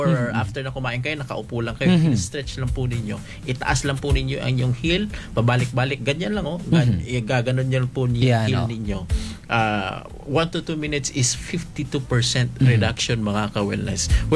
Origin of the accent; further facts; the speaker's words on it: Mindanao, Philippines; Doon sa amin sa Mindanao, ang pinaka gusto ko talaga doon, mayroong party doon sa malapit sa Sambuanga del Sur, yung sa Magsaysay.